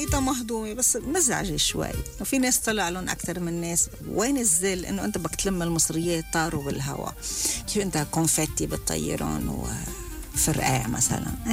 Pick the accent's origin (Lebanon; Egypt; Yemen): Lebanon; كتير صرنا كلبنانية